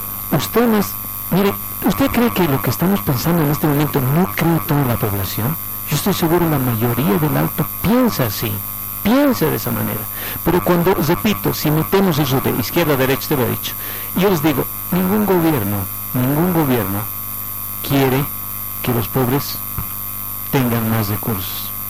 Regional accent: La Paz, Bolivia; nosotros en La Paz tenemos todos los climas y tenemos también diferentes culturas, solo en La Paz, y todos somos paceños, no hay el alteño, el de la hollada, todos somos paceños

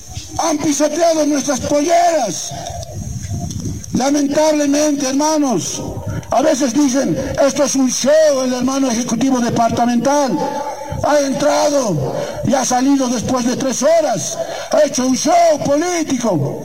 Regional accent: Bolivia; Todos somos bolivianos. Somos un Estado plurinacional de Bolivia.

